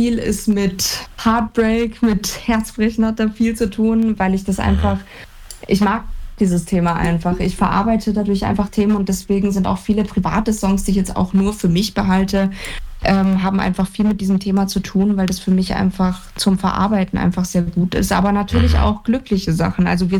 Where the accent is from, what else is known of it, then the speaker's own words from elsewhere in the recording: Landsberg am Lech, Bavaria, Germany; Also ich komme aus Landsberg am Lech. Das ist in der Nähe von Augsburg, 20 Minuten entfernt circa.